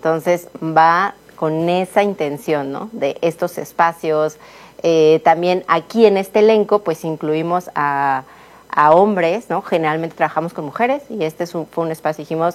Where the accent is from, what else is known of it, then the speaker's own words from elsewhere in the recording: Mexico; un símbolo que como cultura mexicana esté muy allegado a nosotros